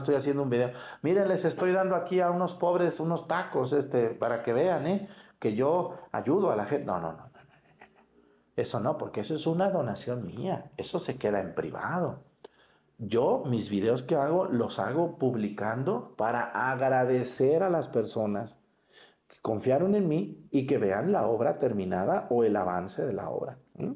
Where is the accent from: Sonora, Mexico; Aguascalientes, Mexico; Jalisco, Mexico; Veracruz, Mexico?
Jalisco, Mexico; Mexticacán; moved away; en mi pueblo, en Mexticacán